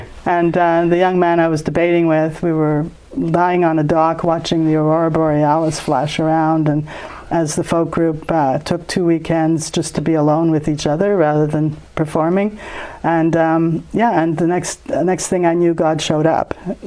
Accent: Montreal, Quebec, Canada; born there; Yes, I was born in Montreal.

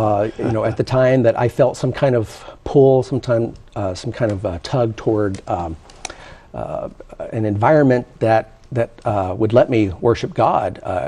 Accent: Houston, Texas, United States; but I grew up in Houston, Texas, by the way, and that's where I was living at the time.

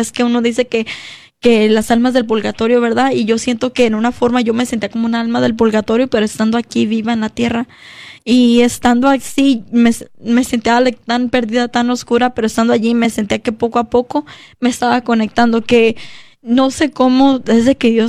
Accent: United States; de una presencia con personas que yo crecí aquí en Estados Unidos, en la iglesia

